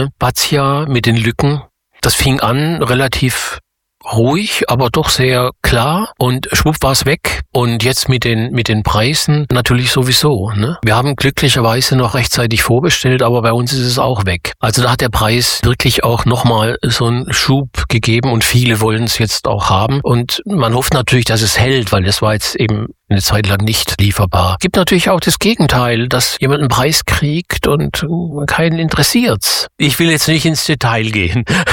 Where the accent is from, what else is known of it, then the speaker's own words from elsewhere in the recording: Baden-Württemberg, Germany; moved away as an adult; now in Düsseldorf, Germany; Ich komme aus Oberschwaben